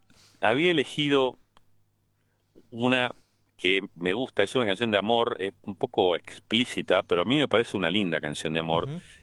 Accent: Ituzaingó, Buenos Aires Province, Argentina; Yo soy del oeste, de Ituzaingó.

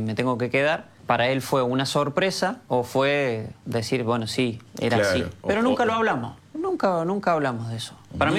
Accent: Río Cuarto, Córdoba, Argentina; Soy un cordobés de Río Cuarto, papá de cuatro hijos

